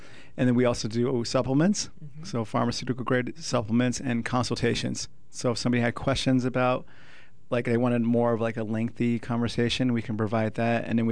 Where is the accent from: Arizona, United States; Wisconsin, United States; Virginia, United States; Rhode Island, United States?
Arizona, United States; Peoria; also born or lived in Hawaii / Phoenix, Arizona; now in Prescott, United States; I originally was born in Peoria, Arizona.